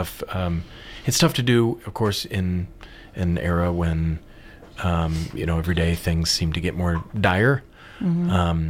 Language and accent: English; Topeka, Kansas, United States; now in Columbia, United States; I'm from Kansas originally, Topeka, Kansas.